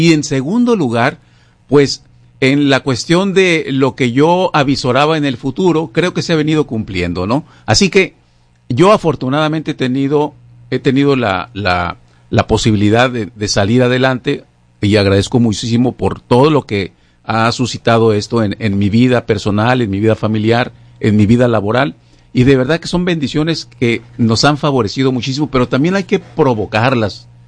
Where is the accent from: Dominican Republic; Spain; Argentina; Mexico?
Mexico; Tijuana, Baja California; moved away as an adult; now in United States; Yo soy nacido en Tijuana y viví toda mi vida, la mayor parte de mi vida, en la frontera.